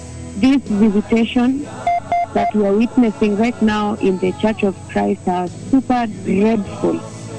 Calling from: Salem Malta, Nakuru County, Kenya; I'm calling from Salem Malta here in Nakuru East region.

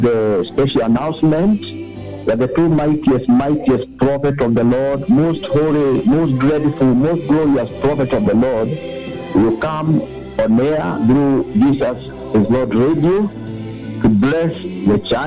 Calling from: Molo, Nakuru County, Kenya; I'm calling from Molo.

